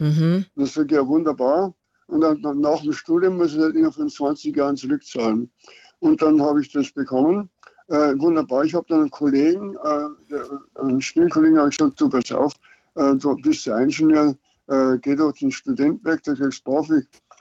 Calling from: Bavaria, Germany; als Niederbayer

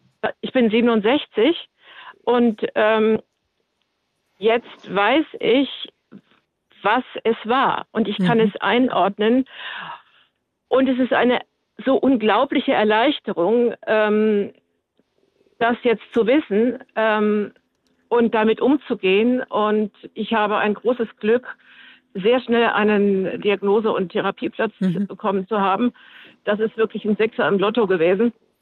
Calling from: Bad Wiessee, Bavaria, Germany; genau. Ich rufe aus Bayern an, aus Bad Wiessee.

